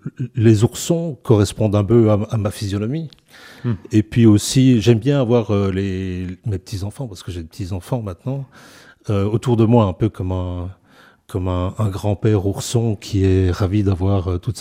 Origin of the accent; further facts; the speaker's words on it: Ohain, Wallonia, Belgium; J'ai grandi dans le Brabant wallon, dans un village qui s'appelait Ohain, qui a été rattaché à la commune de Lannes maintenant. Mes parents étaient parmi les premiers Bruxellois à aller à l'extérieur de Bruxelles. Et donc, quand on est arrivé dans les années 60 à Ohain